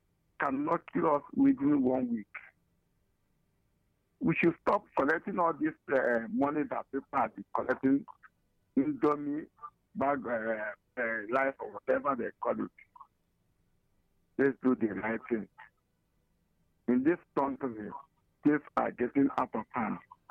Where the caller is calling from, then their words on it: Amechi, Enugu State, Nigeria; I'm calling from Amechio.